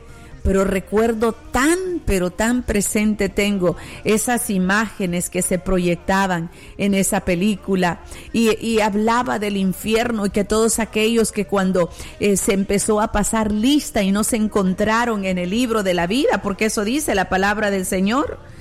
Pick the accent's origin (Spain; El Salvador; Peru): El Salvador; en mi país, El Salvador